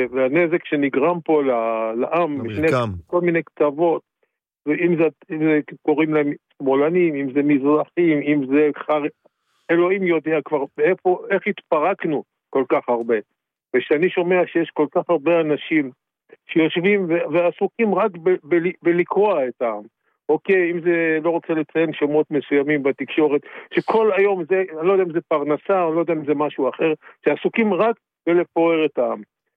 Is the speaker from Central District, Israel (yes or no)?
yes; Central District, Israel; אני מהמרכז.